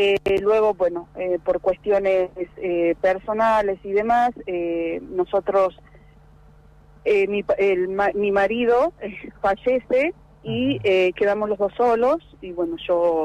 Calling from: Comodoro Rivadavia, Chubut, Argentina

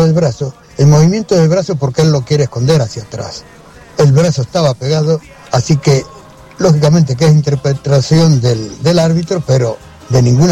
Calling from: Urdampilleta, Buenos Aires Province, Argentina; de Urdampilleta.

